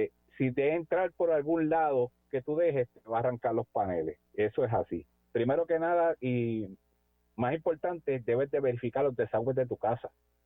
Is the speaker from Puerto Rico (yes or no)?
yes; Puerto Rico; como típico puertorriqueño que somos